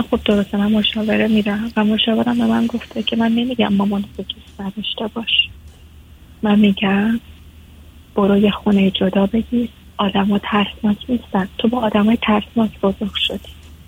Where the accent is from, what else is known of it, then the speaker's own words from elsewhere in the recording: Iran; now in Canada; خب وقتی که از ایران اومدم.